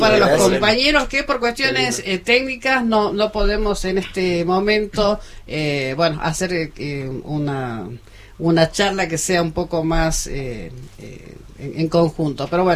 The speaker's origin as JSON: {"language": "Spanish", "region": "Salta", "country": "Argentina", "said": "digo tenemos porque soy salteña también"}